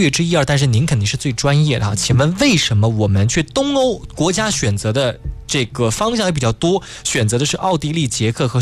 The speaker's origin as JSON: {"language": "Chinese", "town": "Yancheng", "region": "Jiangsu", "country": "China", "tie": "born or raised there", "said": "比如说你像我的家乡盐城，东台的条子林湿地就是世界自然遗产"}